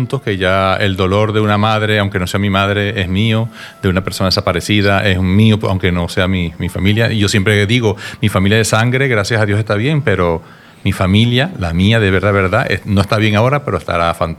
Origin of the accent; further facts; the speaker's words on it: Venezuela; now in Canary Islands, Spain; Yo tengo 25 años que llegué de Venezuela